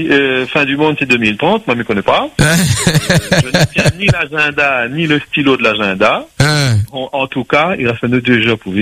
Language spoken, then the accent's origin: French; Saint-Denis, France; Je suis de Saint-Denis, moi.